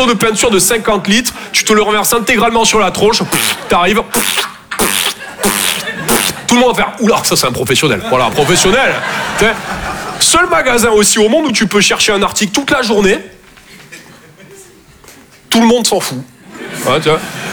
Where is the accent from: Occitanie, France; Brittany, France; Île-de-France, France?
Occitanie, France; Toulouse; Je viens de Toulouse, à la base. Ouais, ça s'entend un peu, ouais.